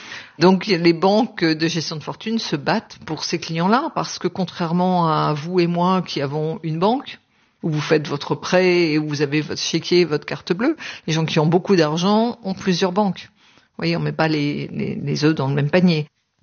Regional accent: Lille, Hauts-de-France, France; born there; also born or lived in Paris; Je suis née à Lille, dans le Nord, capitale des Flandres.

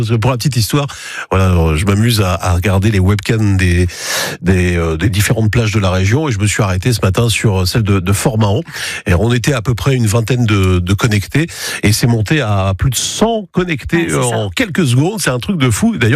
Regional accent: Hauts-de-France, France; je vais vous parler d'un événement que je connais bien parce que je suis du Cambrésis

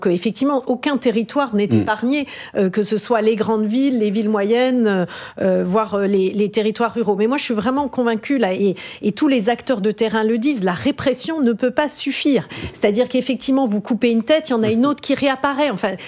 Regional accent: Dijon, Bourgogne-Franche-Comté, France; Je suis originaire de Dijon, la ville de Dijon a été très durement frappée par le narcotrafic

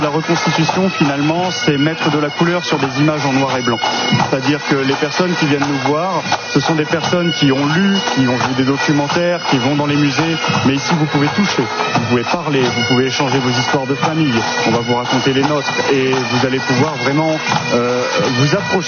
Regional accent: Hauts-de-France, France; j'ai grandi près de Compiègne, terre qui a été marquée par les combats, et j'ai littéralement grandi avec des tranchées presque au bout de chez moi.

